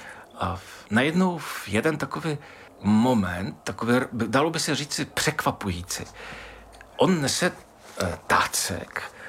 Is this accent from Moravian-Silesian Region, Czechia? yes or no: yes; Moravian-Silesian Region, Czechia; tak jsme mu řekli, že jsme z České republiky